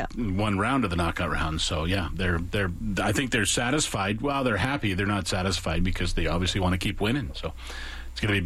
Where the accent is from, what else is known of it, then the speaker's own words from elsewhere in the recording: Canada; It's a beautiful place to live. I'm just happy to be here and thankful. So, it's where I'm from. It's where I live. It's what I love